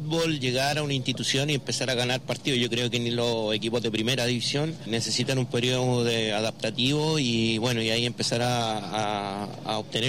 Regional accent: Angol, Araucanía, Chile; soy de Angol igual.

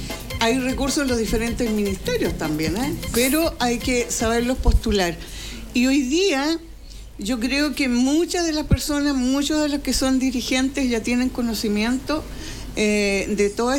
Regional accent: Chile

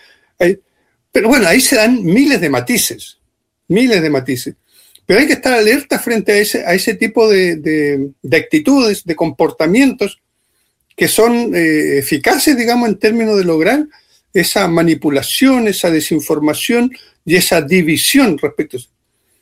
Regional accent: Chile

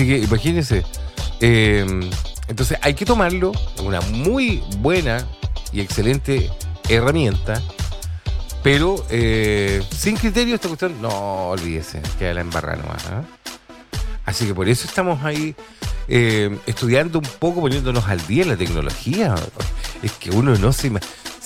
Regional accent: Chile; nos define muy bien como chilenos

